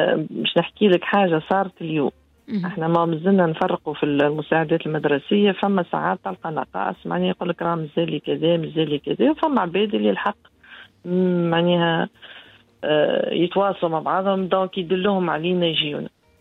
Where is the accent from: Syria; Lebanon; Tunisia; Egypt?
Tunisia